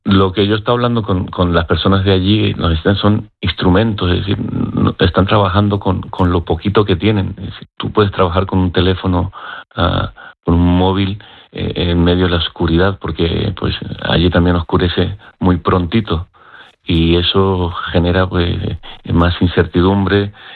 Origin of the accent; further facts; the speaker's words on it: Venezuela; now in El Pinar, El Hierro, Spain; como venezolano siempre nos toca de cerca